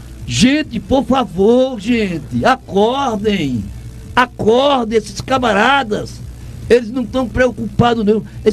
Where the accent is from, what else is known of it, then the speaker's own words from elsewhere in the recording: Altinho, Pernambuco, Brazil; eu sou nordestino. Nasci e me criei na roça, sítio Cantinho de Altinho. Depois ganhei o mundo